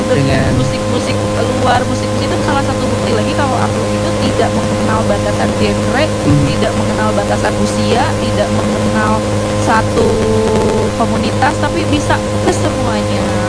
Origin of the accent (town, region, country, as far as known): West Java, Indonesia